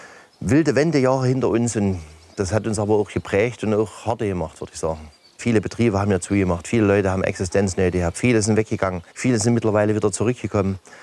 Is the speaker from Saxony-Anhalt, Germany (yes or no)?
yes; Saxony-Anhalt, Germany; Ich bin ja der ortsansässige Landwirt. Mitten in dem schönen Sachsen-Anhalt. Und das ist meine Heimat. Die liebe ich.